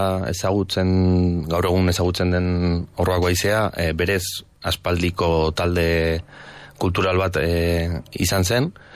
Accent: Soltxaga, Navarre, Spain; also born or lived in Pamplona; Bueno, ni bereziki Soltxagako naiz eta bueno, Olorizeko kontzejua, kontzeju Olorizeko udalaren kontzejua da. Eta, bueno, 30 biztanleko herri txiki bat.

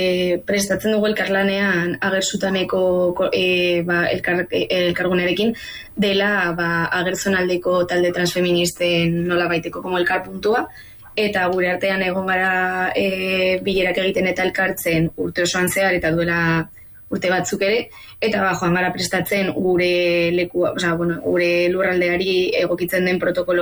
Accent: Navarre, Spain; Tafallaldekoa gara

